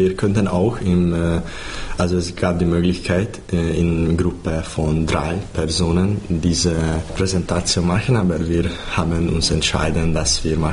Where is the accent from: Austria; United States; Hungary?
Hungary; first language Hungarian; German is a second language; Und natürlich, meine Muttersprache ist Ungarisch und ich habe mit Gymnasium und auch vorher Deutsch gelernt.